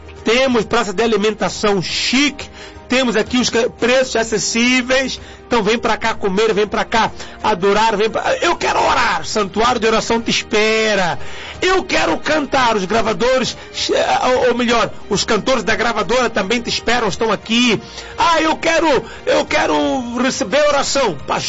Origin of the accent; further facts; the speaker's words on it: Mozambique; now in São Paulo, Brazil; Mahala é o que se fala na minha terra. Mahala significa de graça ou de borla. Eu não sei se usa aqui no Brasil de borla, não, né? Também se fala em Moçambique, é de borla.